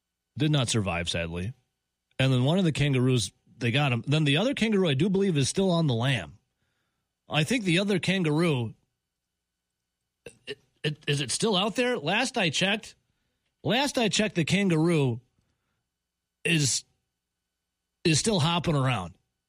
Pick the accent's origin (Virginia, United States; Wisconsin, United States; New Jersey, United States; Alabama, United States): Wisconsin, United States; Dodgeville; I'm from Dodgeville, Wisconsin. I'm from Dodgeville.